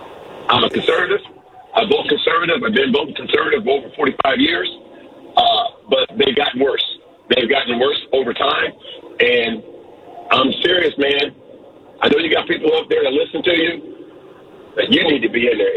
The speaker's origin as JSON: {"language": "English", "region": "Ohio", "country": "United States", "said": "I'm the guy from Ohio"}